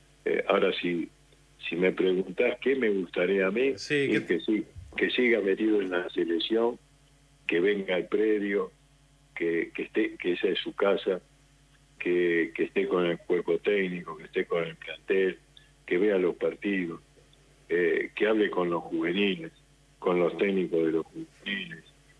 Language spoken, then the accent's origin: Spanish; Buenos Aires, Argentina; vos no podés ser de capital, vos sos de la provincia. No, digo, nací en el Pirrobano, y siempre estuve en capital